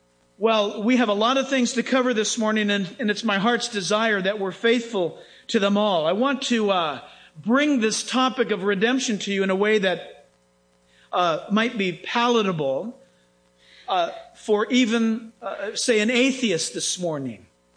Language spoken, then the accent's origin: English; San Diego, California, United States; also born or lived in Orange County; growing up in San Diego and then in Orange County, I used to get so excited when it was time for my mom to go to the grocery store